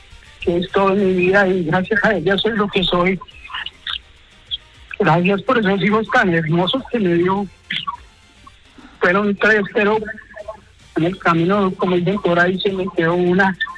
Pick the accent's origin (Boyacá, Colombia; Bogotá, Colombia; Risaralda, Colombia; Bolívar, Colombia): Bogotá, Colombia; Yo de aquí, Bogotá.